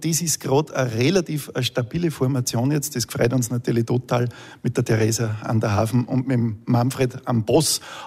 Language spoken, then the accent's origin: German; Upper Austria, Austria; moved away as an adult; now in Hausruckviertel, Austria; Also ich bin eben als Entwicklungshelfer vom Innviertel ins Hausruckviertel gekommen.